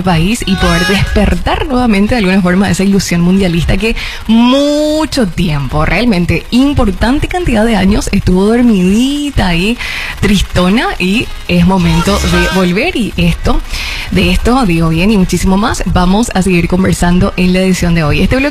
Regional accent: Paraguay; se le suma otra que nos atraviesa ya a todos como paraguayos

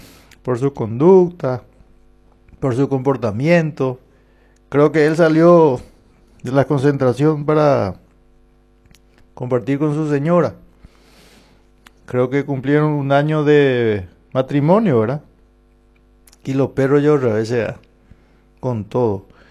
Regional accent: Paraguay

